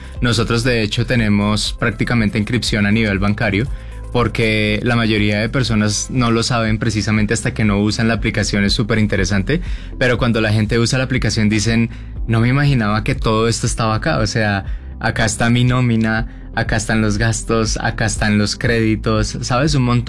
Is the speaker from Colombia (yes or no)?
yes; Colombia; moved away as an adult; also born or lived in Bogotá; now in Mexico City, Mexico; nosotros dos somos colombianos y nosotros llegamos a la Ciudad de México trabajando para Uber. Nosotros trabajábamos en ese momento. Estábamos en la ciudad de Bogotá y después nos trasladaron aquí a la Ciudad de México